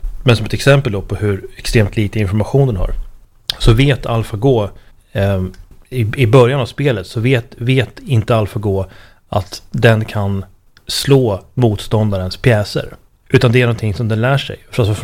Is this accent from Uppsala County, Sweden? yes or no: yes; Uppsala, Uppsala County, Sweden; hemma i Uppsala